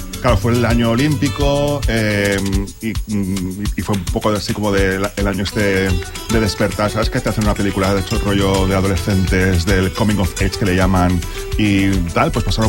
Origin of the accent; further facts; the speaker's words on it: Catalonia, Spain; que soy catalán.